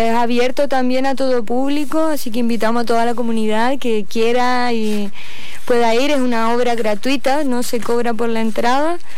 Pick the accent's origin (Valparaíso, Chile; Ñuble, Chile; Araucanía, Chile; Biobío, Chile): Ñuble, Chile; Chillán; moved away as an adult; also born or lived in Santiago / Barcelona; Yo nací y criada en Chillán.